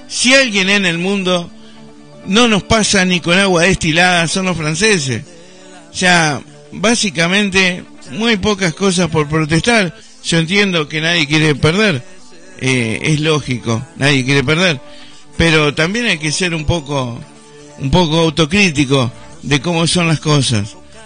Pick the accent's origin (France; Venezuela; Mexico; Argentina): Argentina; quizás uno como argentino no lo nota